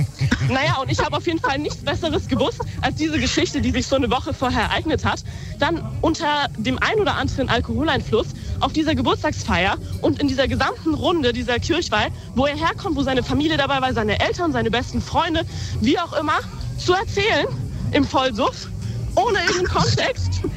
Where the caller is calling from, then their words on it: Frankfurt, Hesse, Germany; wir kommen ja aus Frankfurt, da sind natürlich die Wohnungen jetzt nicht so riesig